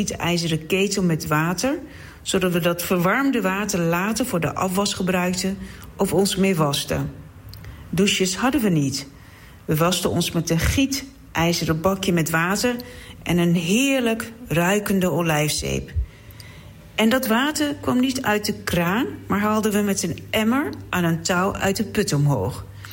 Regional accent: Mardin, Turkey; now in Netherlands; mijn geboorteplaats Mardin in het zuidoosten van Turkije. Daar kenden wij in de zomer alleen maar tropische dagen, soms boven de 40 graden

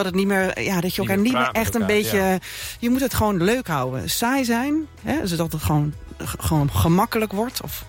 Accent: Raalte, Overijssel, Netherlands; En Raalt natuurlijk mijn geboortedorp en mijn hometown.

